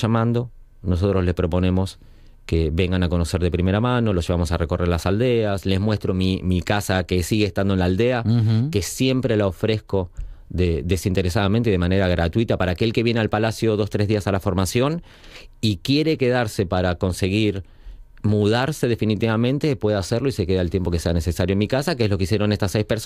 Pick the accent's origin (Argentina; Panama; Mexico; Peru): Argentina; now in Asturias, Spain; en Argentina tenemos nuestra Patagonia hermosa, también maravillosa, nuestra Pampa